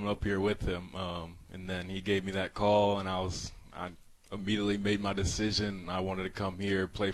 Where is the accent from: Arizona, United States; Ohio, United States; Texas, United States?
Texas, United States; Austin; I'm from Austin, so I was a big Texas fan growing up.